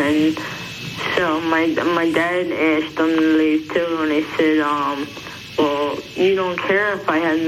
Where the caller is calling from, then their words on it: Upper Darby, Pennsylvania, United States; Upper Darby, Delaware County.